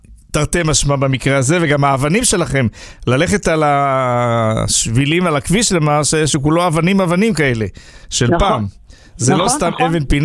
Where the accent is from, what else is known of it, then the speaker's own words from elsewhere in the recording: Jerusalem, Jerusalem District, Israel; born there; נולדתי בירושלים, זכיתי לזה.